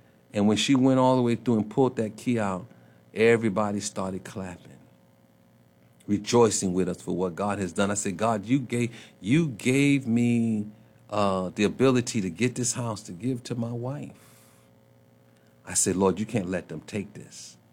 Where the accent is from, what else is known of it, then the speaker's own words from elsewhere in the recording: New York City, New York, United States; Now, listen, I'm from New York City.